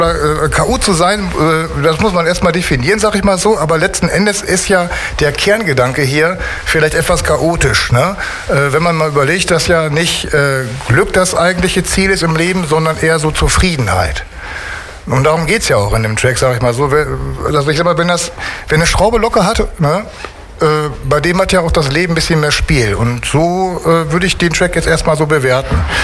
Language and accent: German; Bocholt, North Rhine-Westphalia, Germany; now in Düsseldorf, Germany; Also ich will erstmal im öffentlichen Leben … ich komme aus Bocholt und bin jetzt seit weit über 20 Jahren schon in Düsseldorf.